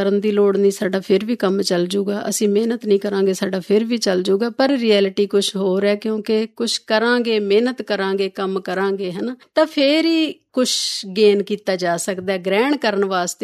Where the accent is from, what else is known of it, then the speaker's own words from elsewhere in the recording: Thathi Bhai, Punjab, India; also born or lived in Moga; ਮੇਰੀ ਜਿਹੜੀ ਮੁੱਢਲੀ ਸਿੱਖਿਆ ਸੀਗੀ ਉਹ ਸੀ ਪਿੰਡ, ਮੇਰੇ ਪੇਰੈਂਟਸ ਦਾ ਪਿੰਡ ਹੈ ਠੱਠੀ ਭਾਈ